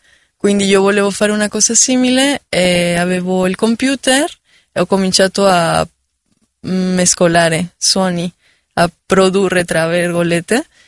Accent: Oaxaca, Mexico; Italian is a second language; moved away as an adult; now in Milan, Italy; sono da Oaxaca, quindi da Oaxaca per il mondo.

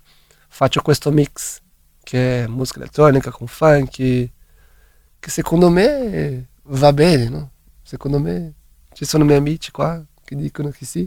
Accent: Brazil; Italian is a second language; moved away; Io sono brasiliano

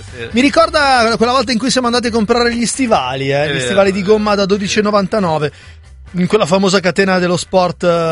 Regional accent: Cusano Milanino, Lombardy, Italy; Beh, sei di Cinisello, io sono di Cusano, scusa.

